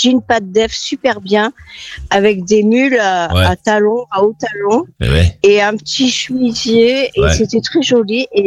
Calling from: Arcachon, Nouvelle-Aquitaine, France; moi j'habite à Arcachon.

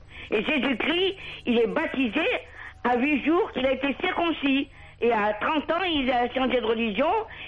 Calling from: Montpellier, Occitanie, France; de Montpellier.

